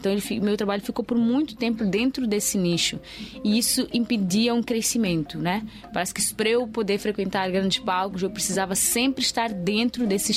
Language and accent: Portuguese; Mozambique; moved away as an adult; now in Brazil; mesmo sendo moçambicana, tem muita coisa sobre a minha cultura que eu não sei.